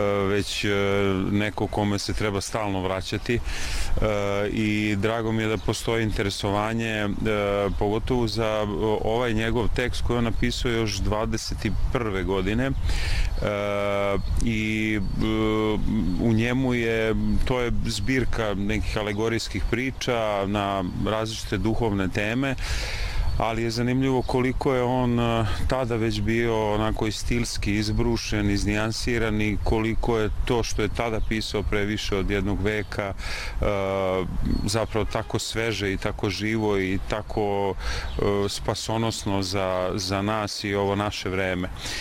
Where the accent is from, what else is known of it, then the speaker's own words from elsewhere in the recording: Žiča, Šumadija and Western Serbia, Serbia; i sam sam poreklom iz Žiče, gde je on episkopstovao i dalje zadržao u svom svetiteljskom imenu vladika Nikolaj Žički.